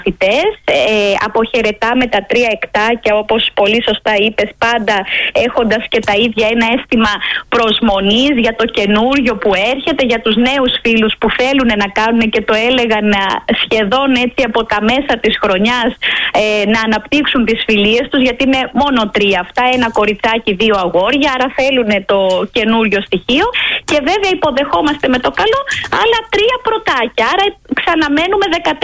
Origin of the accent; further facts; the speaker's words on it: Pyrgaki, Peloponnese, Greece; now in Anopoli, Greece; Εγώ είμαι από την Νότιο Δυτική Πελοπόννησο, νομός Μεσσηνίας, Πυργάκι το χωριό μου.